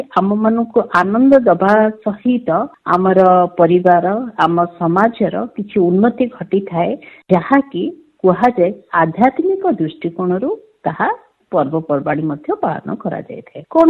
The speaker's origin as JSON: {"language": "Odia", "region": "Odisha", "country": "India", "said": "ଆମେ ଓଡ଼ିଆ ଘର ହଉ, ଆମର କ'ଣ ହେଇଛି ନା 12 ମାସରେ 13 ପର୍ବ ପାଳନ କରୁଛୁ"}